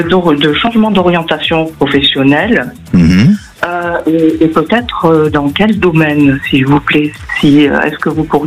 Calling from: Auvergne-Rhône-Alpes, France; de la région Rhône-Alpes.

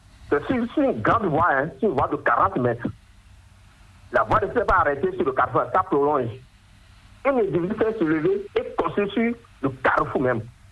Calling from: Akassato, Atlantique, Benin; Je vous appelle depuis Akasato.

